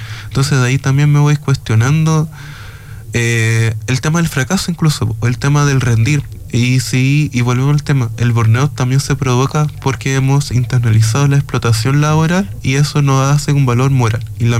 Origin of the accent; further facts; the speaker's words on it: Villa Alegre, Maule, Chile; por lo menos allá yo soy de oriundo de Estación Villa Alegre.